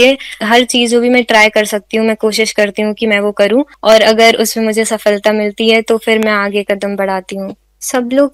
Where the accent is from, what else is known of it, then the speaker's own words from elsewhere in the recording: Sagar, Madhya Pradesh, India; मैं अभी 18 वर्ष की हूँ। मैं सागर से ही पली बड़ी हूँ। सागर मेरा होम टाउन है